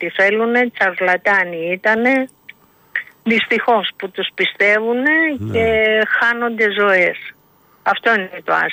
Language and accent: Greek; Athens, Attica, Greece; now in Corfu, Greece; Εντάξει, και εγώ εκεί μην νομίζεις, μάλλον. Έχω μεγαλώσει στην Αθήνα.